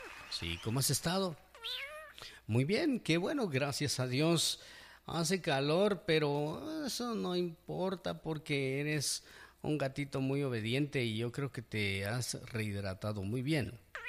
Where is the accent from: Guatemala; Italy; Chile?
Guatemala; porque somos guatemaltecos.